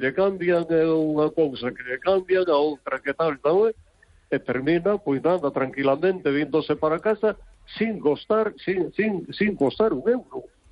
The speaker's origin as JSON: {"language": "Spanish", "town": "Vigo", "region": "Galicia", "country": "Spain", "said": "Hola, buenas noches."}